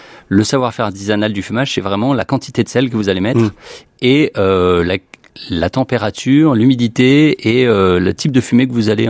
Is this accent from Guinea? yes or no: no; Auvergne-Rhône-Alpes, France; Donc on est de la Dombe, on aime le poisson, on a été bercé avec